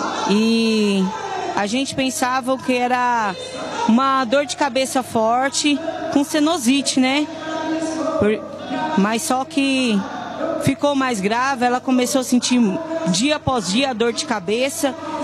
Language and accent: Portuguese; São Paulo, Brazil; Eu venho daqui de São Paulo mesmo.